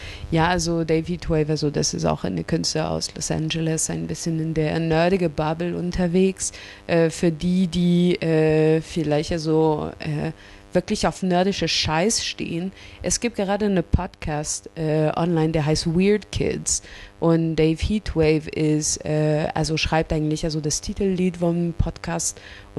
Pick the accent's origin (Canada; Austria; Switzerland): Canada; German is a second language; moved away; ich komme aus Kanada